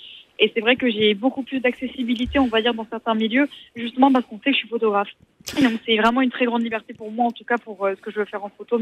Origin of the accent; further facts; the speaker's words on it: Toulouse, Occitanie, France; moved away; Parce que moi, à la base, j'ai grandi à Toulouse, et c'est vrai qu'à Toulouse, c'est une ville où j'ai grandi